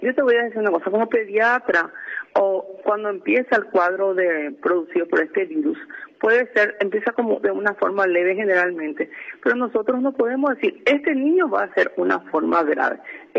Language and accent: Spanish; Paraguay; Y ese es un orgullo para nuestro país